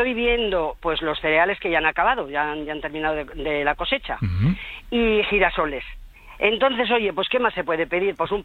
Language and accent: Spanish; Villanueva de Gumiel, Castile and León, Spain; pues soy de Villanueva de Gumiel, somos un pueblo pequeño pero muy acogedor.